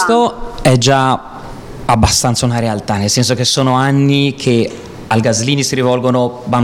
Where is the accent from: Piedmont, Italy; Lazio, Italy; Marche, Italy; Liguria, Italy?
Liguria, Italy; Genoa; moved away as an adult; Io sono di Genova